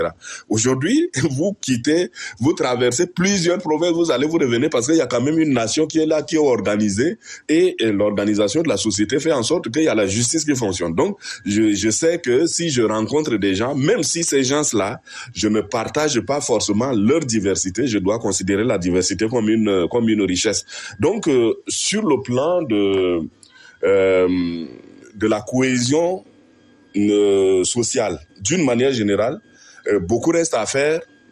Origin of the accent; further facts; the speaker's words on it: Doba, Logone Oriental, Chad; now in N'Djamena, Chad; si je veux aller chez moi à Doba